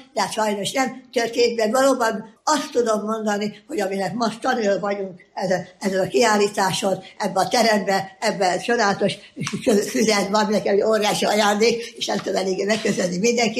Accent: Esztergom, Komárom-Esztergom, Hungary; moved away; én Esztergomból születtem, és ott ültem föl, és hát az egyetemet is nem könnyen, de azt is el tudtam végezni

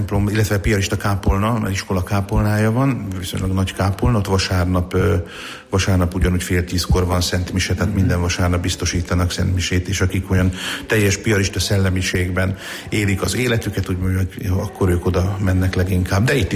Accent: Šamorín, Trnava Region, Slovakia; also born or lived in Vojka nad Dunajom; Én felvidéki vagyok, én Somorjáról, illetve hát igazából Vajkáról származom, tehát itt nem is olyan messze a Duna túloldaláról

